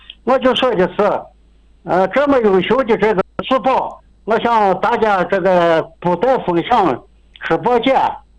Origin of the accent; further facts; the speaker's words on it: Gansu, China; 首先我不自报家门，我是来自甘肃省青阳市活水县何家盘镇这样一个地地道道的农民。